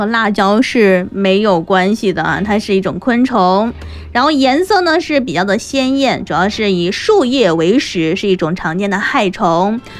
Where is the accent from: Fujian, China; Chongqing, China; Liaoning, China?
Chongqing, China; 就我们重庆话说哈